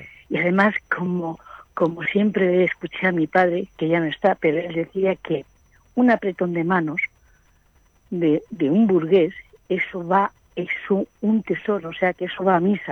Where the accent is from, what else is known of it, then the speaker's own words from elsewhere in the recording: Madrid, Community of Madrid, Spain; Sí, señor, soy de Madrid.